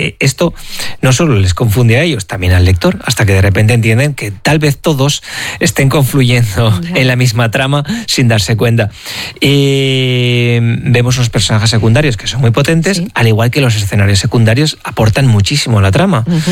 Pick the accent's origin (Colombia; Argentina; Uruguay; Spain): Spain; La Rioja; O sea, yo soy riojano, allí se veía hacía su programa.